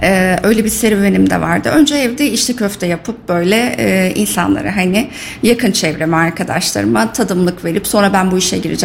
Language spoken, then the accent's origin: Turkish; Iskenderun, Hatay, Turkey; also born or lived in Gaziantep; Hatay, doğma büyüme de o taraf olunca, İskenderun Hatay olunca